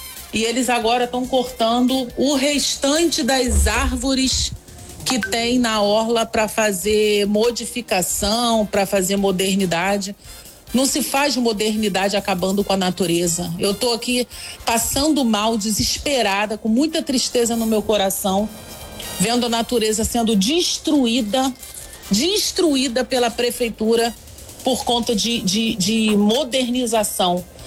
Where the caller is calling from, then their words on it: Saquarema, Rio de Janeiro, Brazil; Sou moradora aqui de Saquarema.